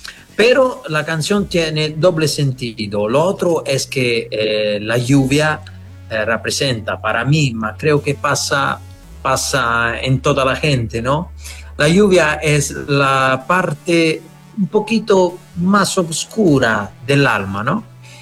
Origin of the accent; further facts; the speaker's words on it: Italy; Spanish is a second language; moved away as an adult; now in Panama; Porque yo ahora vivo en Panamá. Antes vivía en Italia.